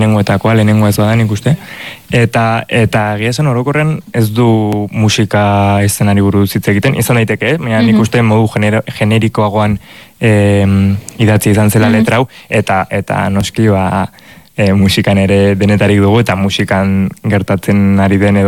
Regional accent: Pamplona, Navarre, Spain; ni Iruñekoa naiz, betianik bizi izan naiz Iruñan

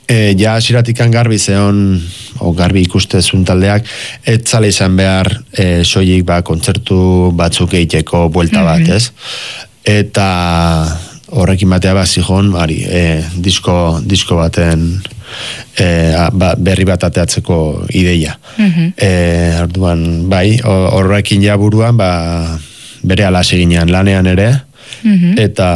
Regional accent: Legazpi, Basque Country, Spain; porque ni Lehazpikoa naiz

